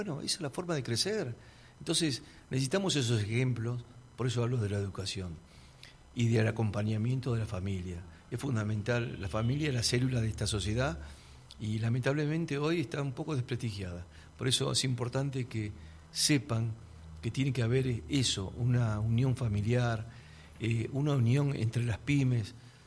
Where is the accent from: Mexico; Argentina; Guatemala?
Argentina; Buenos Aires; moved away; porque yo que vine hace 44 años de Buenos Aires, amo donde estoy, es el lugar de mis hijos, es el lugar de mis nietos, es la Argentina en sí.